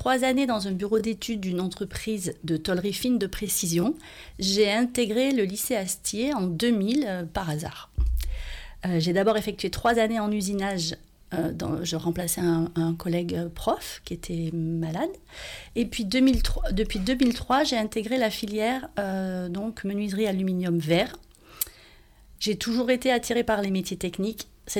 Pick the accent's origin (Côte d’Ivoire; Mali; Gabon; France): France; Auvergne-Rhône-Alpes; Oui, je suis originaire du Sud-Ardèche entre Aubenas et le plateau du Coiron depuis de nombreuses générations comme beaucoup de gens ici.